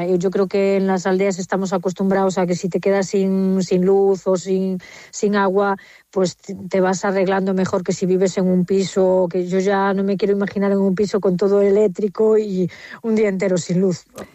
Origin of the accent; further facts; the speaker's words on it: Oza-Cesuras, Galicia, Spain; now in Mesía, Spain; Sí, bueno, más bien vivo en Mesía y soy de Oza.